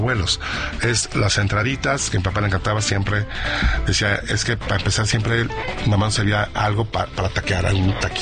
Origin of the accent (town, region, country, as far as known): Mexico